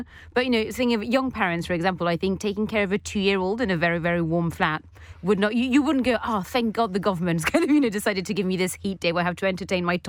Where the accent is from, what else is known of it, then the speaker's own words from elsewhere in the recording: Nantes, Pays de la Loire, France; moved away; Because I come from Nantes, which is a city just below Brittany, which famously always had an incredibly temperate climate.